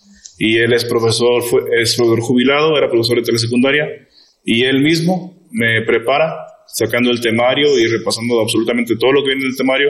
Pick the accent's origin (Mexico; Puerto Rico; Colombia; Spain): Mexico; Ciudad del Maíz, San Luis Potosí; now in Ciudad Cuauhtémoc, Mexico; Yo soy originario de Ciudad del Maíz, San Luis Potosí. Bueno, en la comunidad de Álvaro Obregón, del municipio de Ciudad del Maíz, del estado de San Luis Potosí.